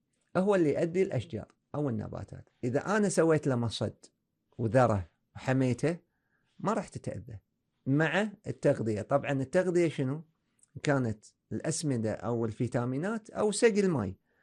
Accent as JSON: {"language": "Arabic", "country": "Kuwait", "said": "عندنا في الكويت"}